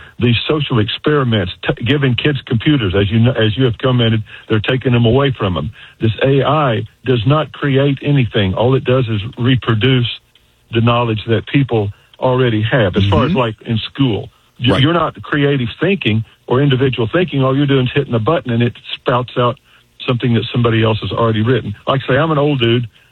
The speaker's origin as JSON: {"language": "English", "town": "Bartlesville", "region": "Oklahoma", "country": "United States", "tie": "born or raised there", "lives_now": "Tulsa, United States", "said": "in Bartlesville, which is my hometown, best damn town in the country. And we have several Frank Lloyd Wright homes here in Tulsa"}